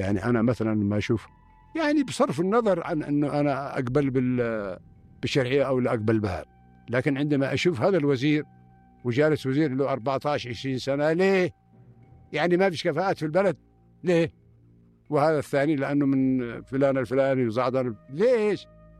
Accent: Sanaa, Amanat Al Asimah, Yemen; هنا عندنا في صنعاء

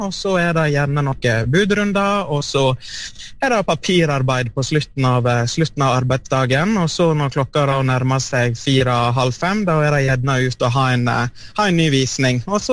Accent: Solvorn, Vestland, Norway; now in Bergen, Norway; jeg er fra Solvorn og fra Sogn

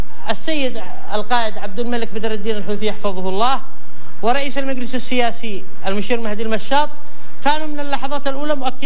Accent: Yemen; الناس إحنا يمنيين، تجمعنا قيم ويجمعنا دين وتجمعنا أخوة

